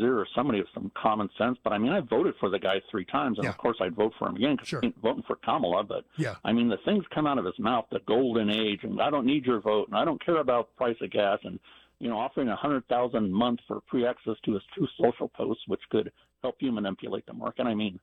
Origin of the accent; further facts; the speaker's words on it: California, United States; moved away; Like you, I grew up in California and was mostly red or blue dog Democrats at the, the least.